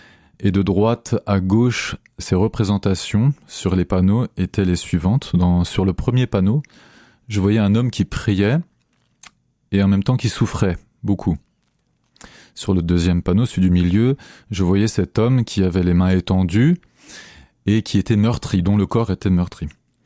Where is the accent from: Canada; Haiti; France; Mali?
France; Grand Est; now in Limoges, France; je suis alsacien, j'ai 41 ans